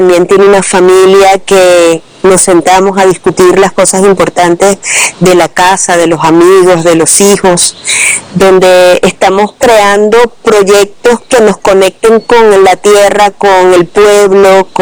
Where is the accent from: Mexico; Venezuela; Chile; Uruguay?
Venezuela; Caracas, Capital District; born or raised there